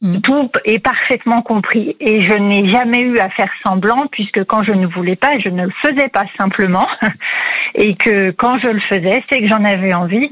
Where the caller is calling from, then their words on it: Rouen, Normandy, France; De Rouen.